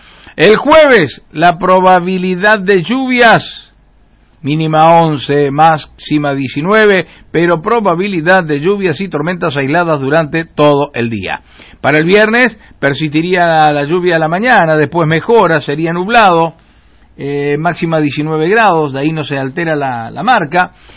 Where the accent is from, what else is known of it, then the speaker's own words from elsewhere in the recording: Argentina; Hoy somos todos de Argentina